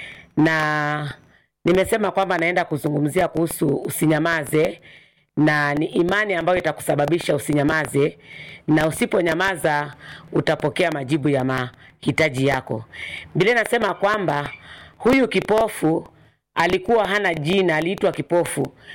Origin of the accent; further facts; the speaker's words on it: Katoloni, Machakos County, Kenya; Nasema nimeokoka, natoka Machakos County, mahali kunaitwa Katoloni.